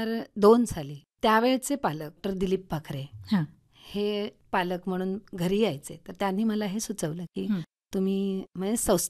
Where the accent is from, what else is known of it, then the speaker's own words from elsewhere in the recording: Mopa, Goa, India; now in Ratnagiri, India; माझं गाव मोपा गोवा